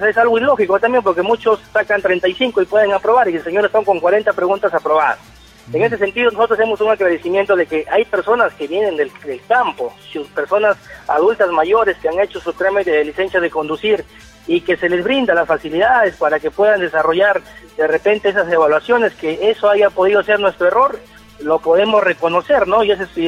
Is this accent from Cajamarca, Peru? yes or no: yes; Pucará, Cajamarca, Peru; Yo acepto que soy de Pucará